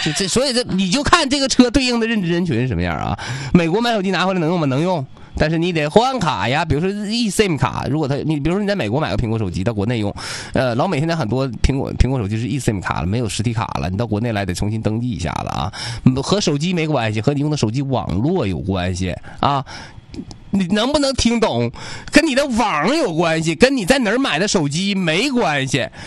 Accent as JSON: {"language": "Chinese", "town": "Changchun", "region": "Jilin", "country": "China", "tie": "born or raised there", "said": "我希望我们我的家乡啊，我希望我们吉林，我希望我们长春"}